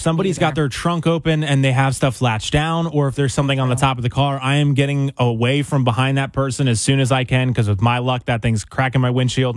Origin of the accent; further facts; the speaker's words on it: New Jersey, United States; Hey, I am too.